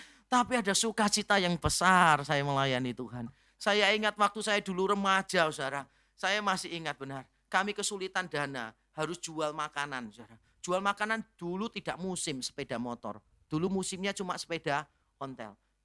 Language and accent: Indonesian; Semarang, Central Java, Indonesia; Kota saya Semarang soalnya.